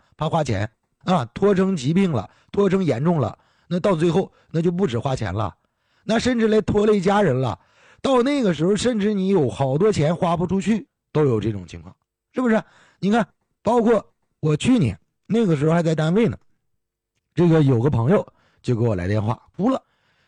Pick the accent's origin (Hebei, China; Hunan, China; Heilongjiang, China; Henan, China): Heilongjiang, China; 你看咱是黑龙江人